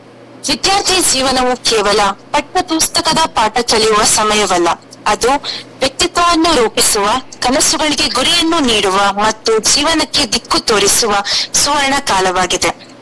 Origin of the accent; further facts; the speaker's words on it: Soppugudde, Karnataka, India; ಸೊಪ್ಪುಗುಡ್ಡೆ.